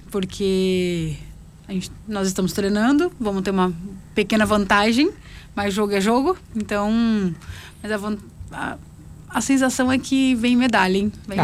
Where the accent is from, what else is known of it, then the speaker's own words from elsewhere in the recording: Campinas, São Paulo, Brazil; now in Pato Branco, Brazil; Eu sou natural de Campinas, mas hoje eu tô morando em Pato Branco.